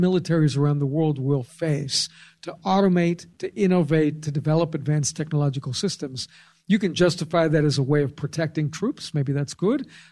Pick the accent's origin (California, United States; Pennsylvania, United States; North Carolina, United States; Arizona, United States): California, United States; So in my home state of California in the early 1970s, it was not a happy thing to be driving around L.A.